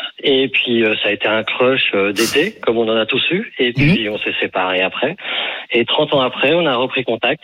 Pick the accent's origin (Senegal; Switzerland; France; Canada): France; Paris, Île-de-France; J'adore Paris, c'est ma ville. Je suis parisien, je suis PSG depuis 54 ans. Mais arrive un moment où j'en pouvais plus de Paris et pourtant j'adore ces rues, j'ai grandi dans le 5e.